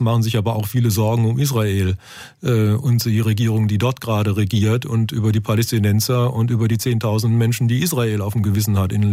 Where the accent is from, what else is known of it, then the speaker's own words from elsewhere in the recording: Wiesloch, Baden-Württemberg, Germany; moved away; Weil ich bin ja in Wiesloch aufgewachsen